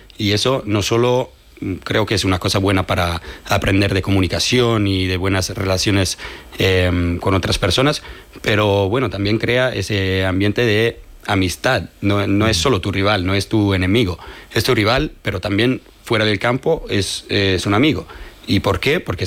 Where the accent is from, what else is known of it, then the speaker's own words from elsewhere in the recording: Italy; moved away as an adult; now in Logroño, Spain; Soy italiano, jugué en la selección italiana muchos años.